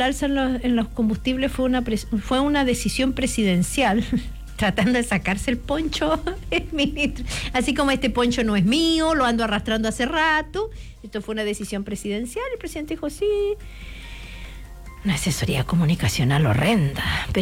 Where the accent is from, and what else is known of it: Chile